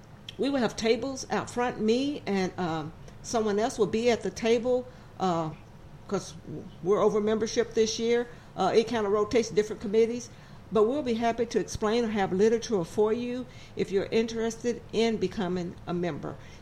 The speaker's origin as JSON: {"language": "English", "region": "Arkansas", "country": "United States", "tie": "born or raised there", "moved": "as an adult", "said": "I grew up in Northeast Arkansas, but I left Arkansas when I was about 21, and I didn't come back to 2012."}